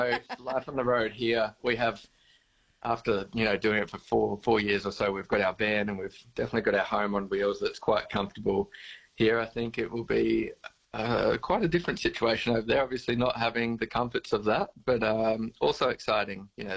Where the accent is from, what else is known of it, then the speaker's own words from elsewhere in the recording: Sunshine Coast, Queensland, Australia; growing up on the Sunshine Coast, we've obviously seen a lot of change there, the town build up a lot